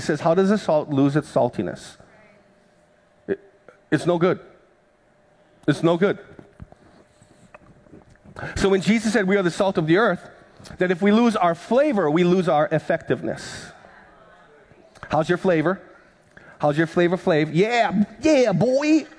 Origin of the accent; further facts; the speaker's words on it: Big Island, Hawaii, United States; growing up on the Big Island, my Filipino grandma